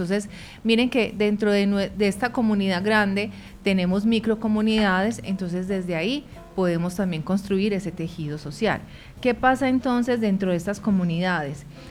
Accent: Colombia; nosotros como colombianos y como habitantes de esta hermosa tierra

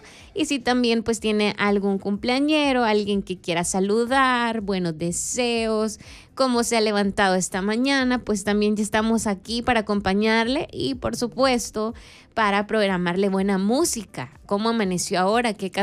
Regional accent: El Salvador; tenemos que cambiar como salvadoreños

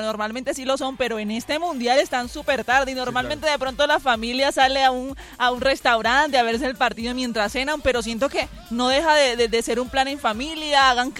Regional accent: Colombia; nosotros somos colombianos y nosotros sabemos que somos hermanos y desde aquí les estamos enviando las mejores energías

